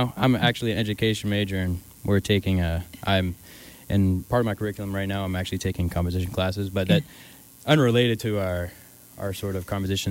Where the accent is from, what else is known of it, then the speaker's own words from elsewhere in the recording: Maine, United States; I'm from the Southern Maine area as well